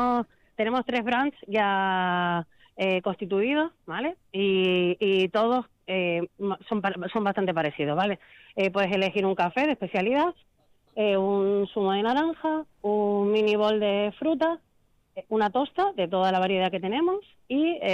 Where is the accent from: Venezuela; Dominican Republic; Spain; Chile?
Spain; Canary Islands; now in Vitoria, Spain; soy canaria